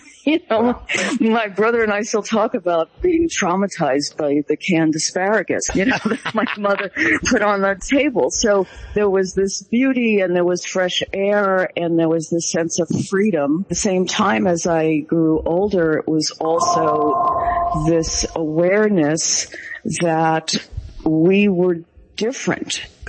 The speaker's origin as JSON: {"language": "English", "town": "New York City", "region": "New York", "country": "United States", "tie": "born or raised there", "moved": "yes", "lives_now": "California, United States", "said": "We grew up in Brooklyn, but this is where they all wound up. I left New York and I've been in California for decades, but I'm spending this summer in New York"}